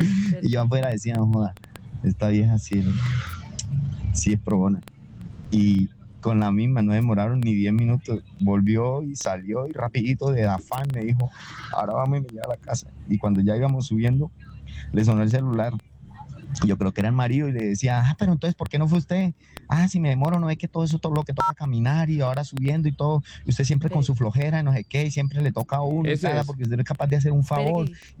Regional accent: Bucaramanga, Santander, Colombia; Bucaramanga.

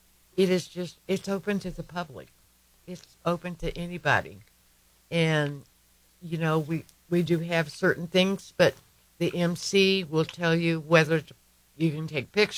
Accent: Oklahoma, United States; I came from Oklahoma. And when I was little, we had gatherings, but they were like the neighborhood, my cousins, my aunts and uncles

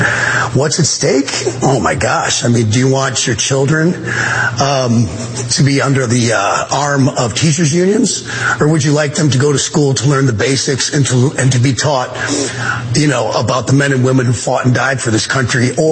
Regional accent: Dearborn, Michigan, United States; born there; Well, number one, I was born in Dearborn, Michigan. So was my father, raised there.

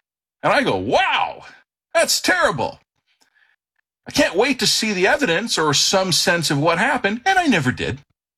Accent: Canada; I'm a Canadian citizen.

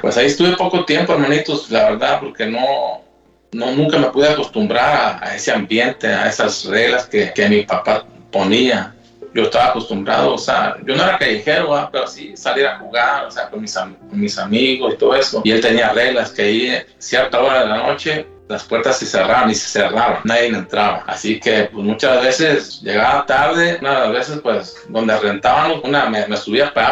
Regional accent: Huetamo, Michoacán, Mexico; Yo soy de Michoacán, de un pueblo que se llama Huetamo. Pues como toda niñez, es un rancho. Bueno, no sé, te digas un pueblo, un rancho.

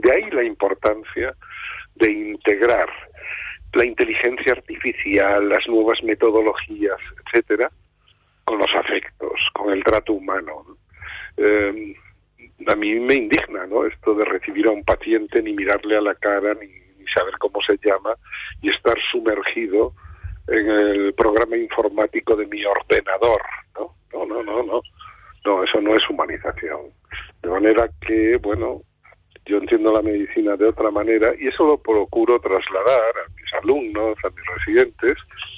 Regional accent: Pobra de Trives, Galicia, Spain; now in Madrid, Spain; mi amor a Galicia, mi pasión por Galicia, por mi pueblo, por mis raíces, mis sueños, mi infancia, y me siento profundamente gallego.

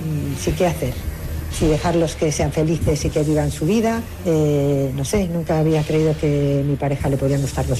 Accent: A Coruña, Galicia, Spain; soy de La Coruña.

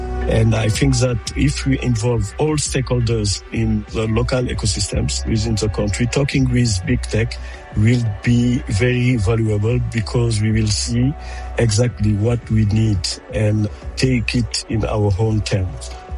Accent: Senegal; from Senegal.

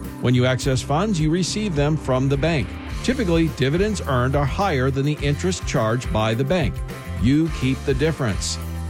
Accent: Kansas City, Missouri, United States; I'm born and raised in Kansas City, But I'd never gone to a Monday night football game.

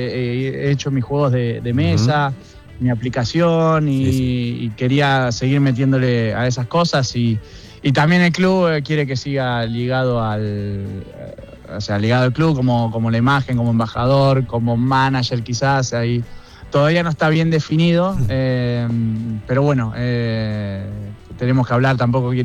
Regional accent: Argentina; now in Montpellier, France; Por cómo somos nosotros, los argentinos, la mayoría, ¿no? De tan pasionales que dejamos todo y siempre estamos, viste, positivos y dándole para adelante.

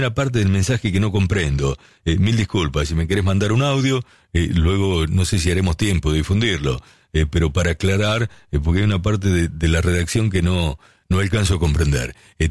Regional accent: Buenos Aires, Argentina; Recuerdo mi casa de Caballito, que cada tanto paso por allí, pero han cambiado bastante.

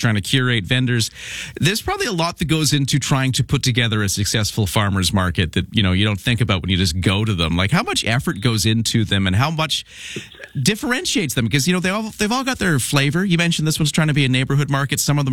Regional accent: Sydney, New South Wales, Australia; Like I know when I grew up there, I grew up in Sydney

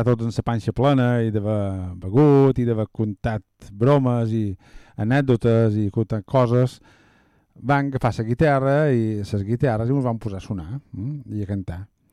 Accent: Ferreries, Balearic Islands, Spain; jo som de Ferreries, jo solia anar a la mitjana a romandre.

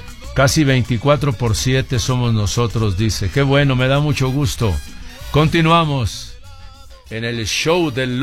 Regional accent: Sonora, Mexico; Ah, paisanos. Bueno, si no son paisanos, sirve para recordar que soy sonorense.

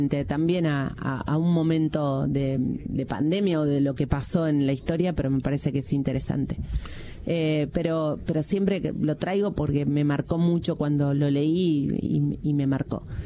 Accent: Santa Fe, Argentina

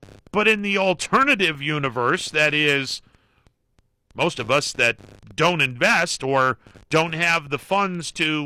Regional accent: Ohio, United States; I am not from the Akron area. I'm from the southern part of the Mahoning Valley.

